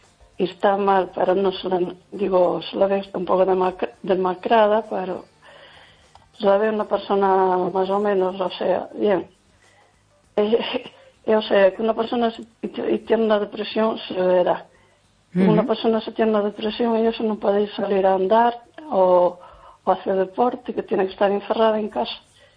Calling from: Lugo, Galicia, Spain

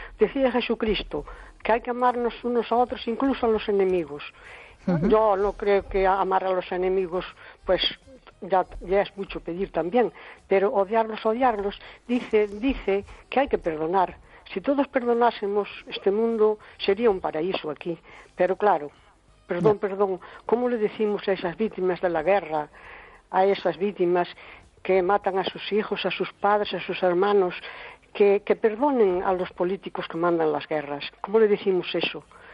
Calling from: Cespón, Galicia, Spain; de Cespón.

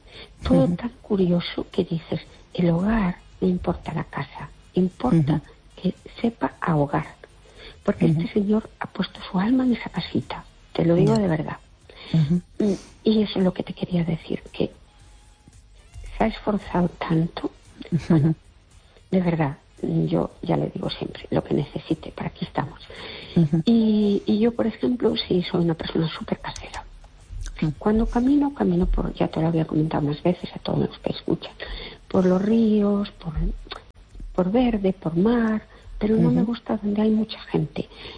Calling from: Fene, Galicia, Spain; Hola, buenas noches. … de Fene. ¿Qué tal?

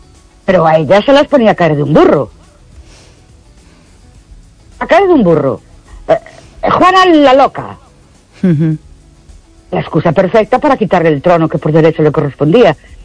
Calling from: Elche, Valencian Community, Spain; Buenas noches … de Elche otra

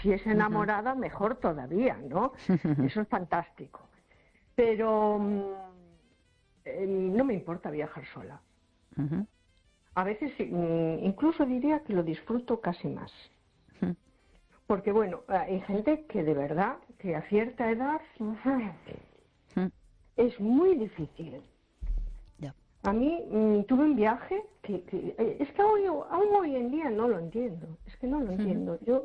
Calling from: A Coruña, Galicia, Spain; de Coruña.

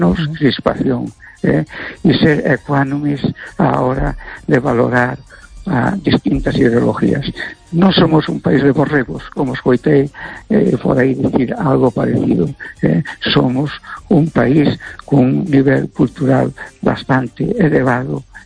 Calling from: Spain

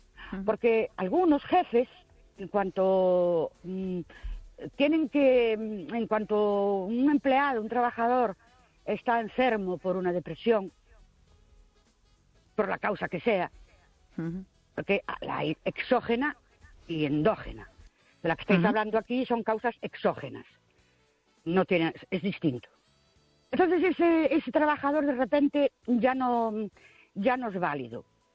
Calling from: Ourense, Galicia, Spain; Buenas noches … de Orense.

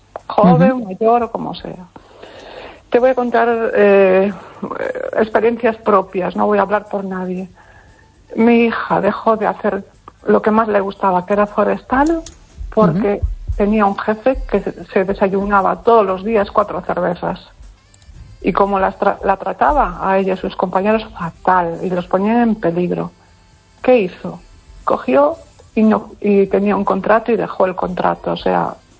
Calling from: Pontevedra, Galicia, Spain; de Pontevedra.

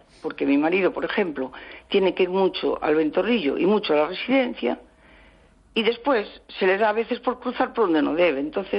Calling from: A Coruña, Galicia, Spain; yo vivo en Mato Grande

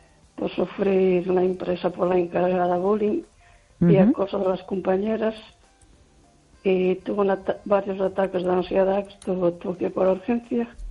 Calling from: Lugo, Galicia, Spain; Buenas noches

